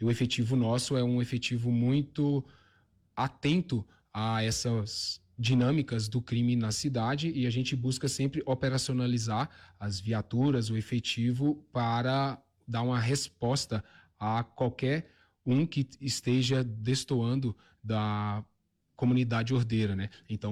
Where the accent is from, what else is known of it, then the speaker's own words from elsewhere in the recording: Brasília, Federal District, Brazil; also born or lived in Porto Alegre; now in Soledade, Brazil; sou natural de Brasília, atuava na capital, Porto Alegre